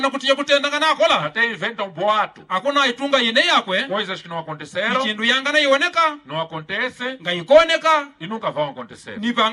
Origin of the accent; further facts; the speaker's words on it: Mozambique; O que nós temos que fazer como moçambicanos, quando o presidente fala de independência econômica